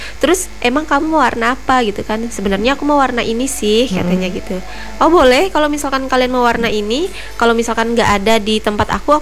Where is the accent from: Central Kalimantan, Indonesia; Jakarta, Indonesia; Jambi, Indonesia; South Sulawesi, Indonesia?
Central Kalimantan, Indonesia; Parang Batang; now in Palangka Raya, Indonesia; Ya di kampung saya juga. Kampungnya di mana? Parang Batang.